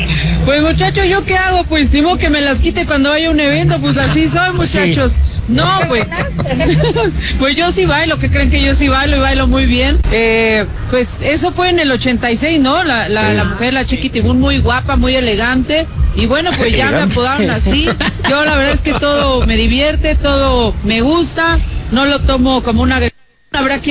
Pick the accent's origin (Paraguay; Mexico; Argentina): Mexico; de pues así somos los mexicanos, nos reímos de todo y yo me río de todo.